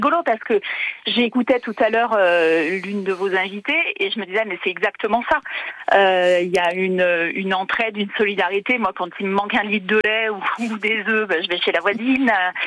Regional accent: Auvergne-Rhône-Alpes, France; born there; moved away as an adult; Non, je vous en prie, je suis née dans le Rhône.

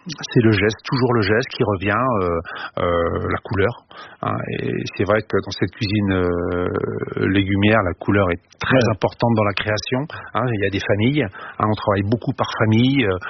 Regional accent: Brittany, France; born there; La galette, oui, je suis né en Bretagne, donc c'est vrai, j'ai une grande tendresse pour le sarrasin.

